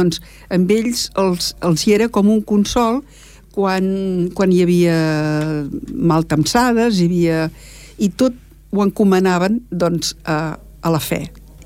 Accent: Esplugues de Llobregat, Catalonia, Spain; vaig néixer al carrer Montserrat.

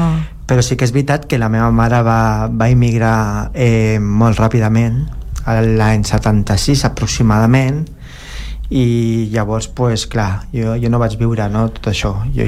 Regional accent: General Trias, Cavite, Philippines; Nosaltres venim de Generaltias, que és una ciutat que, bueno, que està a les afores de Manila. Estem a 50 quilòmetres de Manila.

